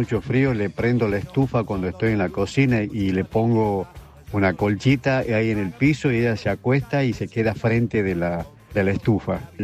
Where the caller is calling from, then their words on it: Tucumán, Argentina; de acá de Tucumán.